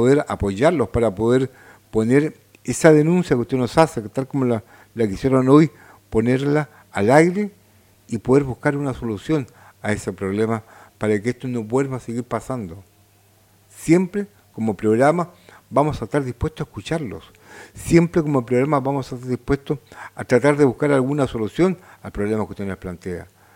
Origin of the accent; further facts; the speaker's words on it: Quillota, Valparaíso, Chile; tenemos que defender nuestros derechos como quillotanos